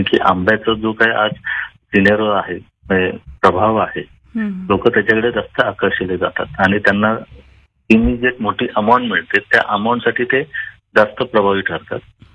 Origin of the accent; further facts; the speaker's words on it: Mumbai, Maharashtra, India; moved away as an adult; मुळात मी मुंबईचाच आहे. 2011 मुंबई सोडून गावाकडे आलेलो आहे.